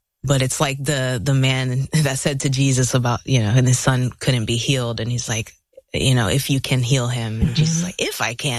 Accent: Orlando, Florida, United States; also born or lived in Philippines; No, I was born in the Philippines, like I said, but raised here in Orlando, not too far from here.

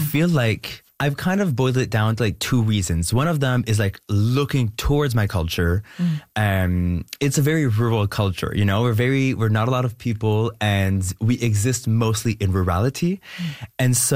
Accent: Canada; As soon as I walk around and I say I'm French Canadian, we assume automatically that I'm from Quebec.

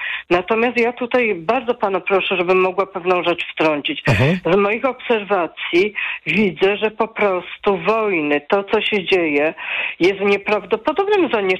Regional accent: Kraków, Lesser Poland, Poland; usłyszałam, bo jestem z Krakowa

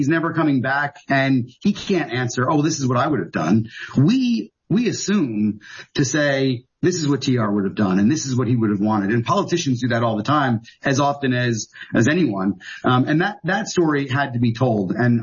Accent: New Jersey, United States; moved away as an adult; now in Cork, Ireland; I grew up in New Jersey, so I'm a Jersey guy.

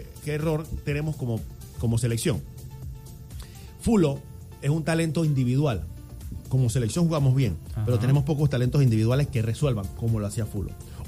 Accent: Panama; somos panameños

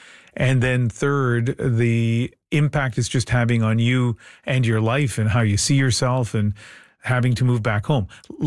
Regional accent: New Brunswick, Canada; and I grew up next door in New Brunswick

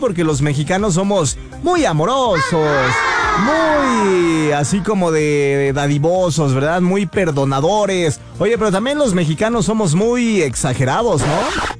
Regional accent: Mexico; Nosotros como mexicanos vemos cómo le hacemos, pero creamos un chilote gigante. Pasan solo en México estas cosas

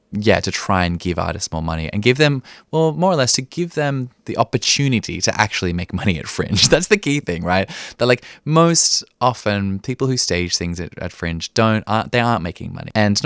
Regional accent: Sydney, New South Wales, Australia; moved away; I'm originally from Sydney

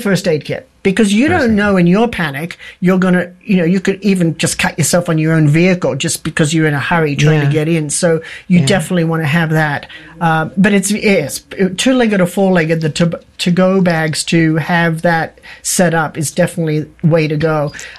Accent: Australia; now in Santa Fe, United States; fire to me, I'm from Australia and it's the land of fire, and fire has always been a big concern. And so here we are, and in Santa Fe, we're lucky

